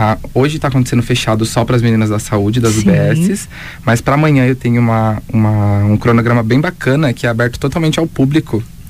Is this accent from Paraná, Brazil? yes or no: yes; Curitiba, Paraná, Brazil; moved away as an adult; now in Pontal do Paraná, Brazil; eu sou natural de Curitiba, né, lá da capital. Sou nascido e criado lá, porém há um ano e meio, mais ou menos, eu moro no litoral. E sou de Pontal do Paraná, exatamente ali nas praias.